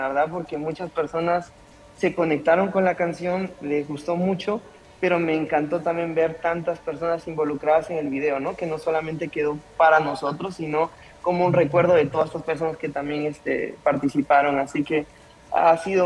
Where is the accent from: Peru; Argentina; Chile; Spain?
Peru; now in Bogotá, Colombia; Yo soy de Perú, pero vivo en Colombia